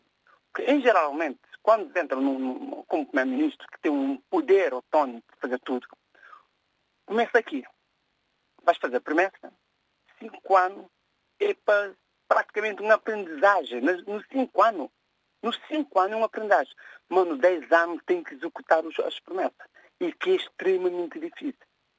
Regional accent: Praia, Santiago, Cape Verde; Várzea, onde eu nasci, cresci

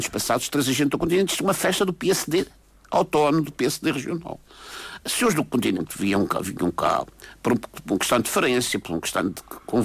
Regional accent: Madeira, Portugal; os madeirenses, e eu sou madeirense

